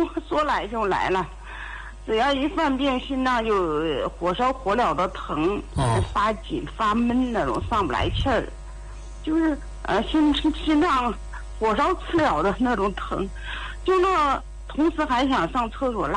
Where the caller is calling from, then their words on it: Shijiazhuang, Hebei, China; 我是石家庄的患者啊。